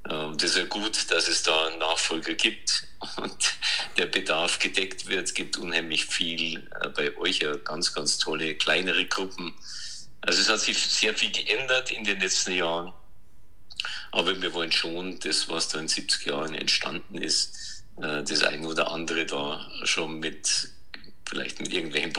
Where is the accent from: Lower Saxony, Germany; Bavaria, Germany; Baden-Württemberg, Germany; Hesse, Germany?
Bavaria, Germany; das ist ja bei euch ähnlich wie bei uns in Bayern